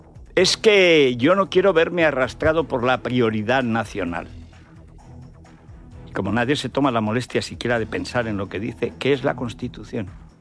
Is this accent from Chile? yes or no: no; Spain; Somos españoles.